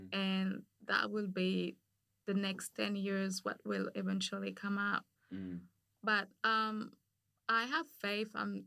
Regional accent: Niger; English is a second language; I grew up in Niger, and it used to be a French colony, and we speak French. And growing up, my father thought it was best for me to speak the language, French.

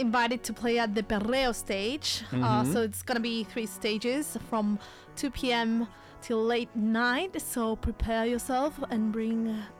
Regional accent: Chile; moved away; I come from Chile, the south of America. We have like a different taste. We're a colder weather country

